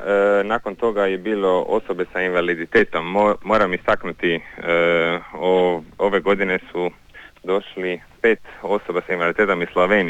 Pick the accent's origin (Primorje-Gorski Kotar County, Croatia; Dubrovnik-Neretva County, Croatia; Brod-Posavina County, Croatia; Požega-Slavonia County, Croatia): Primorje-Gorski Kotar County, Croatia; Od nas 10 lokalnih iz Cresa i iz Lošinja